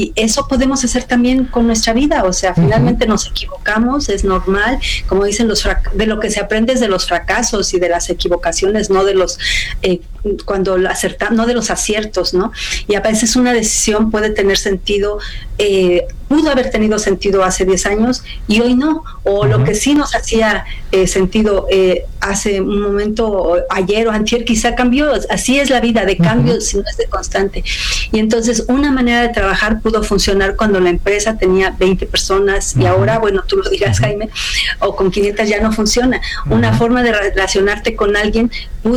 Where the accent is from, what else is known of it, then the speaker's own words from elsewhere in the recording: Mexico; como mexicanos aceptamos muchas cosas de manera resignada